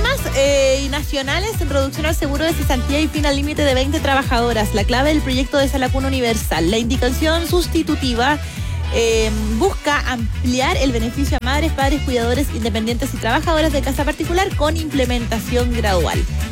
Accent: Chile

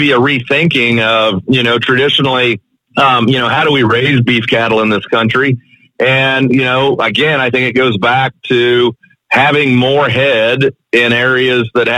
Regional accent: Missouri, United States; you know, I'm from Northwest Missouri and, you know, we'll certainly have our dry periods, you know, in the summertime, but we seem to always have leftover hay.

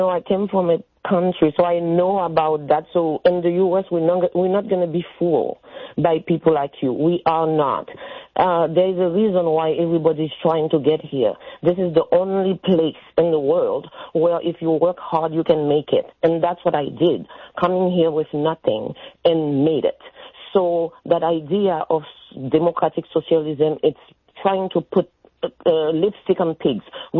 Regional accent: Haiti; now in United States; I come from Haiti.

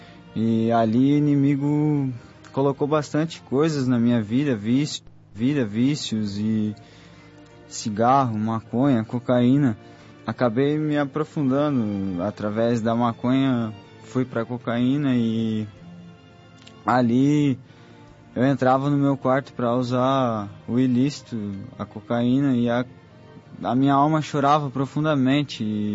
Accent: Joinville, Santa Catarina, Brazil; eu sou do estado de Santa Catarina, Joinville.

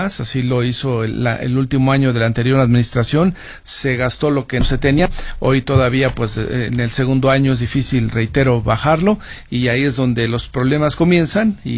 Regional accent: Mexico; now in Madrid, Spain; Y le digo, no, soy mexicano, pero no, yo vengo a trabajar.

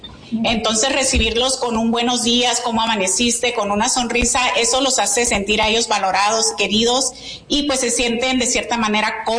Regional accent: Ciudad Morelos, Baja California, Mexico; now in Yuma, United States; Todas aquí somos 100% latinas, somos orgullosamente mexicanas. Nací y crecí muy cerca de aquí, en el Valle de Mexicali, en Ciudad Morelos, o Cuervos para mi gente.

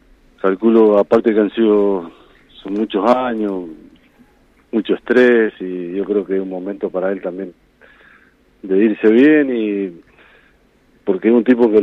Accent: Argentina; Y sabés bien cómo somos los argentinos, que por ahí empieza el otro.

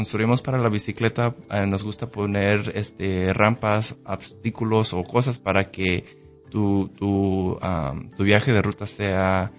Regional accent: Omaha, Nebraska, United States; tengo mis raíces basadas de Guadalajara, México, pero toda mi vida he crecido aquí en la ciudad de Omaha.

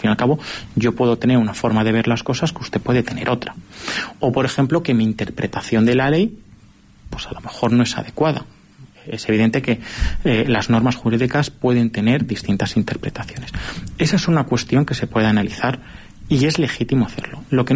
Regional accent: Madrid, Community of Madrid, Spain; now in Calatayud, Spain; que por mucho que yo esté alejado de, digamos, la capital, yo soy de Madrid

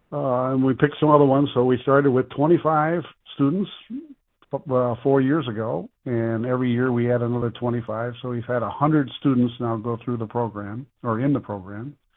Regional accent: Mackinaw City, Michigan, United States; Yeah, when I grew up in Mackinac City, my parents were ministers. We had no money, and some folks gave me a scholarship to go to Alma College.

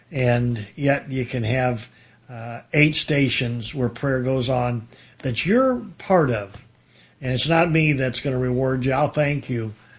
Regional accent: Detroit, Michigan, United States; also born or lived in Mount Clemens / Novi; now in Houston, United States; And I was born in Mount Clemens, and I was raised in downtown Detroit. I went to Cass Tech High School, and then when I left the city, I was living in Novi.

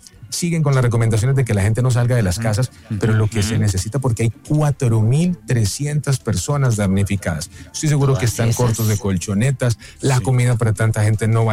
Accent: Armenia, Quindío, Colombia; now in Manizales, Colombia; Si no, digamos que no tenía para dónde ir, porque nosotros somos de Armenia y no tenemos familia aquí en Manizales.

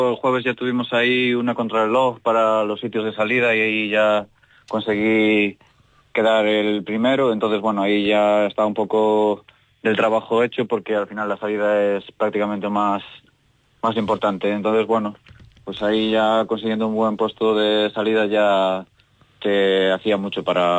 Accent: Pontevedra, Galicia, Spain; Sí, yo soy de Pontevedra.

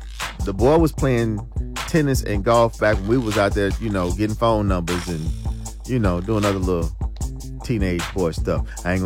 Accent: Dumas, Arkansas, United States; But let me shout out my hometown. I got to shout out. I know Dumas got their alumni weekend.

